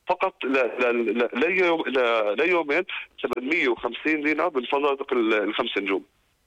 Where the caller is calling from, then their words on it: Jordan; إحنا كأردنيين